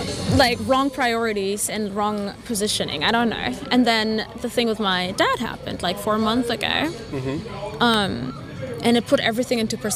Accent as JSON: {"language": "English", "country": "Germany", "tie": "born or raised there", "said": "my parents are from Ethiopia and I grew up quite poor in Germany"}